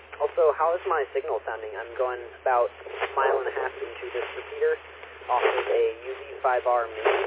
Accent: East Lansing, Michigan, United States; I am from East Lansing, Michigan.

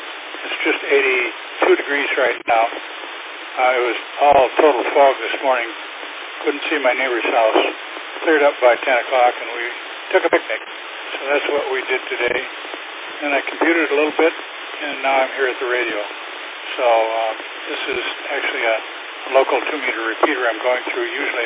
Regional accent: Wisconsin, United States; moved away as an adult; also born or lived in Detroit, Michigan; now in Easton, Pennsylvania, United States; I grew up in Southwest Wisconsin

